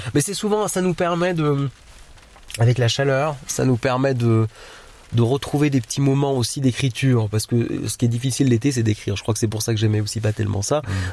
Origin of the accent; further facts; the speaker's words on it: Vevey, Vaud, Switzerland; Moi, je suis un Veuvezan de cœur, d'âme et d'esprit